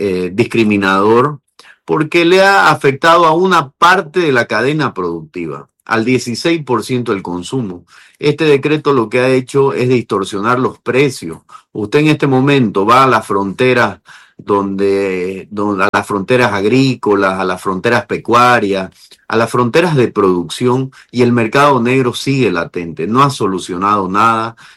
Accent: Bolivia; Tenemos que estar con todas las realidades como bolivianos para poder planificarnos bajo base sólida

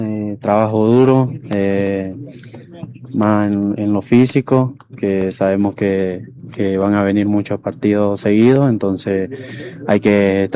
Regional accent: Cobija, Pando, Bolivia; born there; Yo nací en Pando, Cobija.

